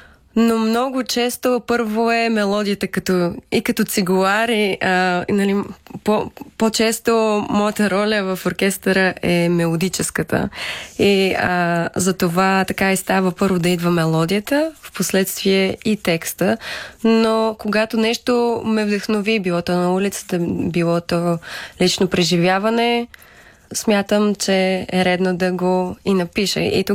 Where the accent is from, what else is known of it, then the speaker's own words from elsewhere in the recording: Dobrich, Dobrich Province, Bulgaria; born there; moved away; also born or lived in Plovdiv / Sofia; И така започнах в школа в моя роден град Добрич. И след време се преместихме в Пловдив, където завърших музикалното училище. И в последствие следвах в София в музикалната академия.